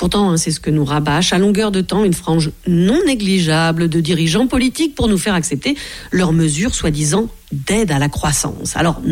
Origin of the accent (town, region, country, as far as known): France